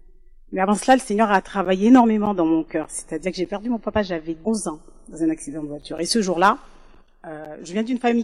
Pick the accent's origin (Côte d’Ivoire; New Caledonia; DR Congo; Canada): New Caledonia; moved away as an adult; Je viens de la Nouvelle-Calédonie, j'ai oublié de vous me présenter. Je n'ai pas grandi ici, donc je suis arrivée ici, j'avais 26 ans.